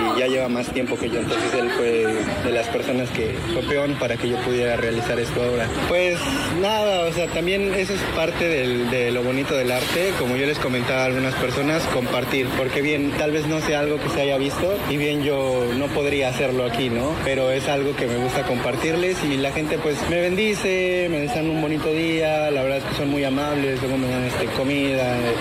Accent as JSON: {"language": "Spanish", "region": "Puebla", "country": "Mexico", "said": "tengo a varios amigos en la ciudad de Puebla, de donde yo soy"}